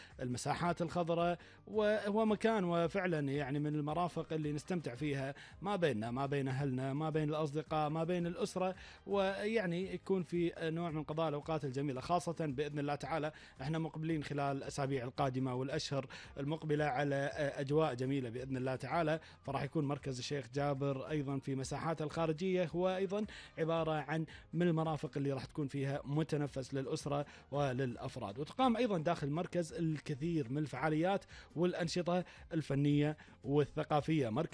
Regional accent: Kuwait; ديرتنا الغالية الكويت

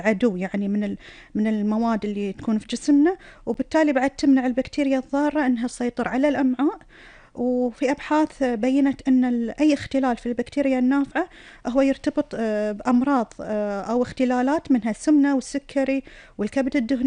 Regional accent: Kuwait; ويحفظ ديرتنا

